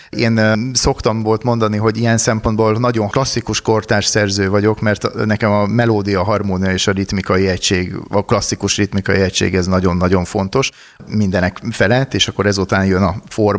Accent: Balassagyarmat, Nógrád, Hungary; born there; balassagyarmati születésű vagyok

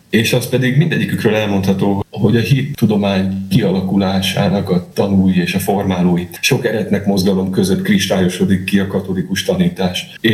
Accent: Hungary; moved away as an adult; now in Rome, Italy

